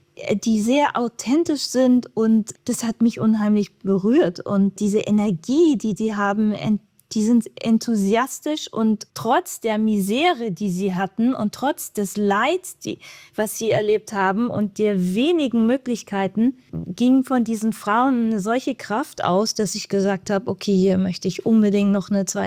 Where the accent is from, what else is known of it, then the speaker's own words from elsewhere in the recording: Germany; jetzt als Deutsche oder Europäerin